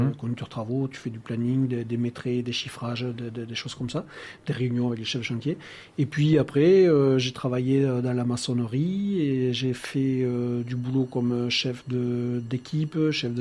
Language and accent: French; Flagnac, Occitanie, France; also born or lived in Decazeville; Alors, je suis un Navarronais pure souche. Je suis né à Decazeville. J'ai grandi à Flagnac.